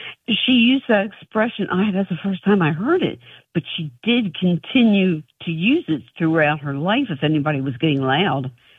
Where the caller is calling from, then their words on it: Fort Lauderdale, Florida, United States; and I'm calling you from Fort Lauderdale, Florida.